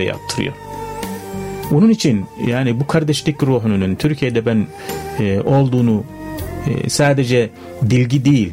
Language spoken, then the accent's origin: Turkish; Sudan; Turkish is a second language; moved away as an adult; now in Turkey; Biz Sudanlıyız